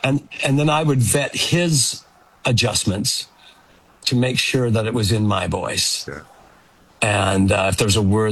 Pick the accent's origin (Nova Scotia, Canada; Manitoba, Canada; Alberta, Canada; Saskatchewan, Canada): Saskatchewan, Canada; Regina; growing up in Regina